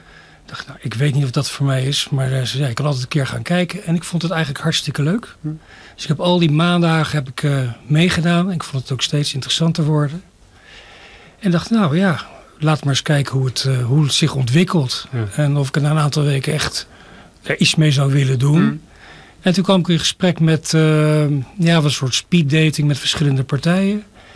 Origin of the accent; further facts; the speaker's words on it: The Hague, South Holland, Netherlands; now in Veldhoek, Netherlands; Nou, ik woon dus in Veldhoek. Woon ik samen met mijn vrouw. Ik woon er sinds, even kijken, 2014. Daarvoor kwam ik oorspronkelijk uit Den Haag.